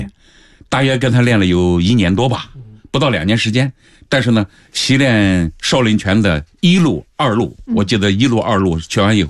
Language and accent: Chinese; Xinjiang, China; now in Beijing, China; 从小啊，我是在新疆长大，新疆那个环境呢，知道，尤其是在新疆的北部，说那个地方呢，相对来说可能在现在看来，过去的时候是比较相对来说比较荒凉，但是呢，有一些特殊的环境。你比如说满地都是鹅卵石，戈壁石头